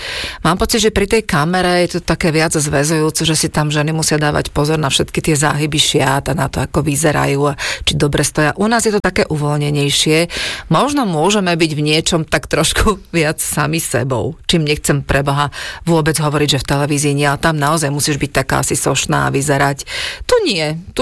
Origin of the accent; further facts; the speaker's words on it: Bratislava, Bratislava Region, Slovakia; accent: Bratislava dialect; ja som bola také dievča tuto z Bratislavy